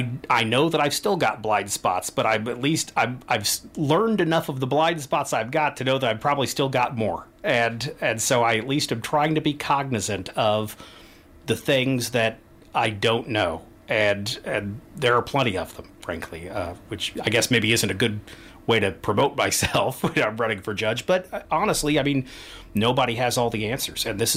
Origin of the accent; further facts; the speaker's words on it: Columbia, United States; But I grew up here in Columbia.